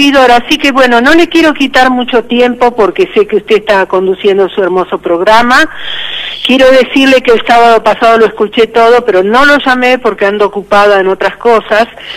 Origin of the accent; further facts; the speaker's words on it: Escobar, Buenos Aires Province, Argentina; yo soy oriunda de acá de Escobar, nacida, criada y residente.